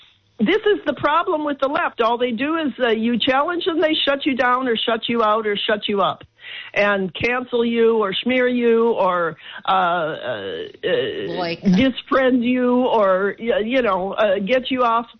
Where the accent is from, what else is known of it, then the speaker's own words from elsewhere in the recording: Chicago, Illinois, United States; I was looking when I grew up in Chicago. I saw these pretty high-rise buildings on the south side